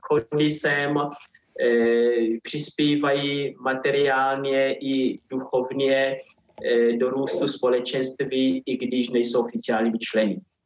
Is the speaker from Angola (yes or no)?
yes; Angola; Czech is a second language; now in Czechia; Mám dva domovy, když tady opravdu jako žijí díl, ale pořád se cítím zároveň i jako Angolán a Česko beru jako svůj druhý domov.